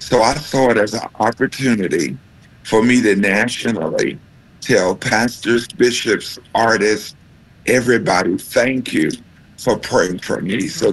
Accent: Charlotte, North Carolina, United States; They were in my hometown in Charlotte.

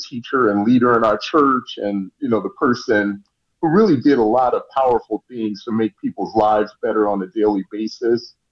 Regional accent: Cleveland, Ohio, United States; You know, I grew up as a kid in Cleveland, Ohio, and my family has some really deep roots. I was a first-generation Northerner, in a sense. My parents both hail from really tiny towns in Alabama.

